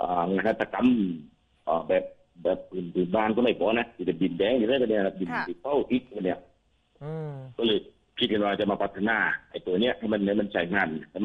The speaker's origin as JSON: {"language": "Thai", "region": "Southern Thailand", "country": "Thailand", "tie": "born or raised there", "said": "ก็เลยตั้งใจว่าเราจะมาตอบแทนบุญคุณบ้านเกิดของเราอ่ะ"}